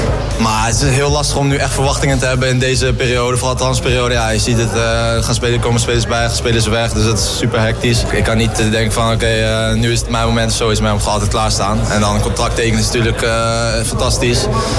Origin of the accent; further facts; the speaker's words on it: Utrecht, Netherlands; En als Utrechter is dat natuurlijk fantastisch.